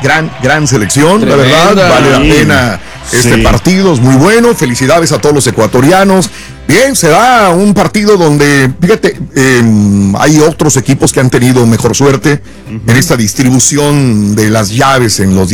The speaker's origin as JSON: {"language": "Spanish", "country": "Mexico", "said": "Yo soy mexicano y yo no puedo comprar boletos."}